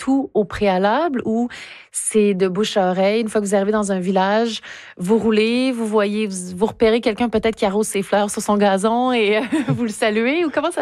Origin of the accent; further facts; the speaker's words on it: Quebec, Canada; now in Vancouver, Canada; je viens du Québec à l'origine